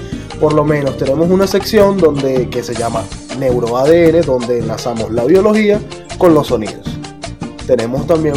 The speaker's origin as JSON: {"language": "Spanish", "region": "La Guaira", "country": "Venezuela", "said": "el primer ADN tiene que ser enlazado a mi tierra, La Guaira"}